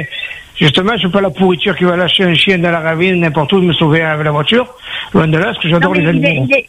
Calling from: Saint-Paul, Réunion; j'habite pas à Saint-Louis, moi j'habite à Saint-Paul.

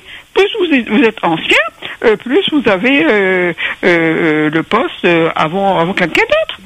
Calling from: Réunion; ici à La Réunion

